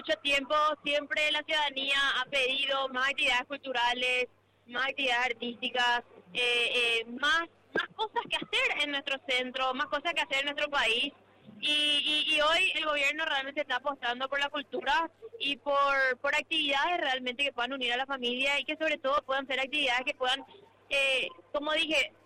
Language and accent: Spanish; Paraguay; la vida de todos nosotros como paraguayos.